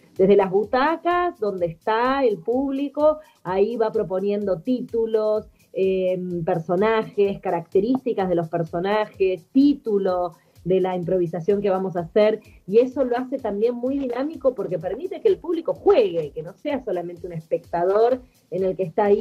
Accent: Buenos Aires, Argentina

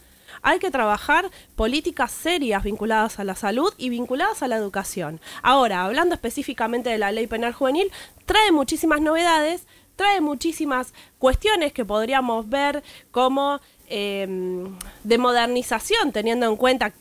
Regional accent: Argentina

